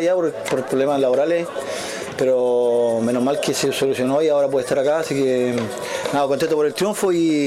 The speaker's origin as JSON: {"language": "Spanish", "town": "Constitución", "region": "Maule", "country": "Chile", "said": "soy de Constitución. Pues toda mi vida he jugado allá"}